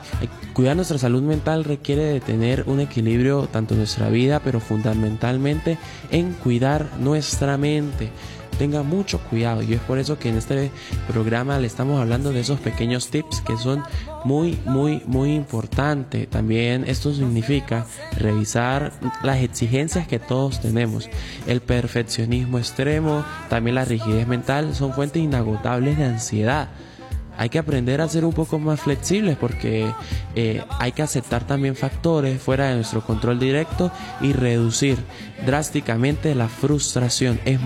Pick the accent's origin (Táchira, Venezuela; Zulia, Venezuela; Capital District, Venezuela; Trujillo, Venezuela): Táchira, Venezuela; Palo Gordo; un saludo a mi tierra Palo Gordo